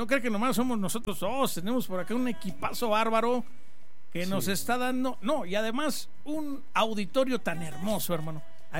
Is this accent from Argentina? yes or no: no; Mexico; ¿Cómo somos los mexicanos?